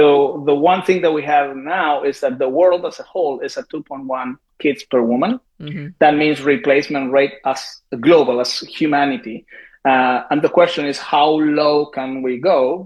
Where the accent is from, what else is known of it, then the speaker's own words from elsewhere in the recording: Argentina; As I said, I'm from Argentina, and not too long ago, Argentina legalized abortion, and that was the talk.